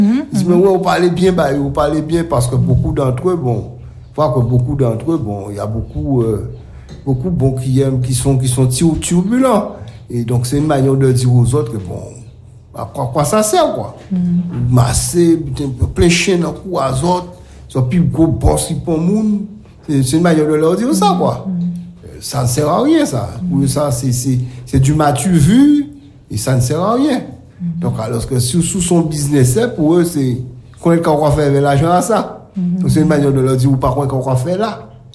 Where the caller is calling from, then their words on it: Pointe-à-Pitre, Guadeloupe; comme j'habite à Pointe-à-Pitre.